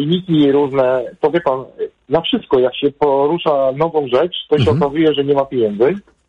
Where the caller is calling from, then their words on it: Pruszcz Gdański, Pomeranian Voivodeship, Poland; w moim mieście w Pruszczu Gdańskim